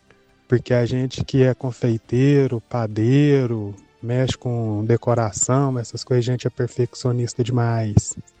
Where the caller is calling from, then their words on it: Perdões, Minas Gerais, Brazil; da cidade de Perdões, sul de Minas.